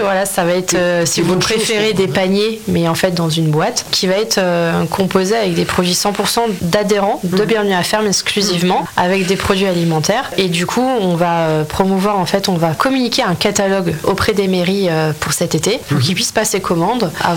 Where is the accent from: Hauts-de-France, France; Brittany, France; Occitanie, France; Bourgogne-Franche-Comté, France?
Bourgogne-Franche-Comté, France; Châteauneuf-Val-de-Bargis; j'ai grandi à la campagne, j'ai grandi à Châteauneuf-Val-de-Vergis, notamment.